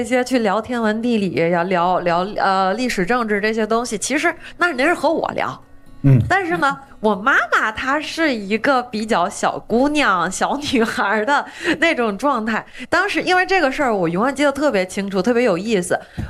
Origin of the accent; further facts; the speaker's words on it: Beijing, China; 我们北京话叫贫